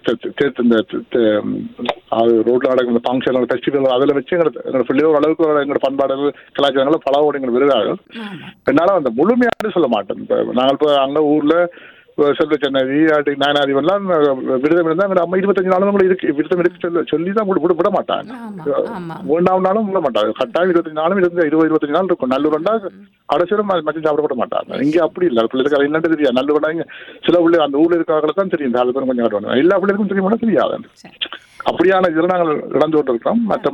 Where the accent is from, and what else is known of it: Northern Province, Sri Lanka; born there; moved away